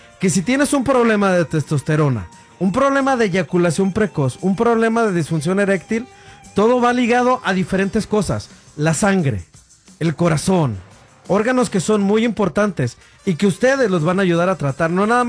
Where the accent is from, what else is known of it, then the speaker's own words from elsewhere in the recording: Mexico; como hombre, como varón, como mexicano, como hispano